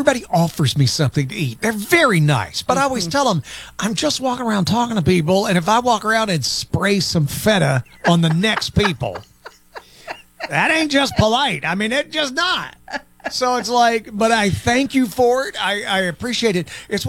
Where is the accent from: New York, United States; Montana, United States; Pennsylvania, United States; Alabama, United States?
Alabama, United States; Florence; now in California, United States; if you are in my hometown of Florella, Alabama